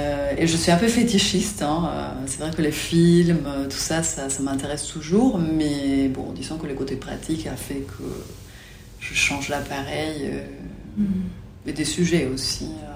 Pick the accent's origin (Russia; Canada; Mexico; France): Mexico; Ensenada, Baja California; moved away; also born or lived in Mexico City; Moi je viens de Mexico, mais j'ai grandi dans une toute petite ville qui s'appelle Ensenada, donc pas loin de la frontière avec les États-Unis.